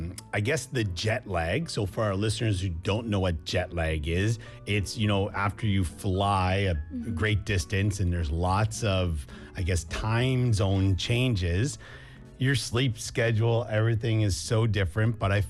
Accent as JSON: {"language": "English", "country": "Canada", "tie": "born or raised there", "moved": "yes", "said": "Well, where I grew up in Canada, we were still in the city, but kind of, I would say it's kind of like if we're thinking of Busan, it would be like growing up in Jungwon or like in Gijang. So you're still part of the city, but there's lots of nature"}